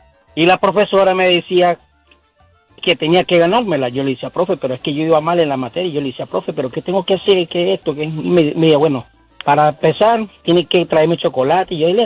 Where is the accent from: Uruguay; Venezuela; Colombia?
Venezuela; now in Chicago, United States; Yo soy venezolano.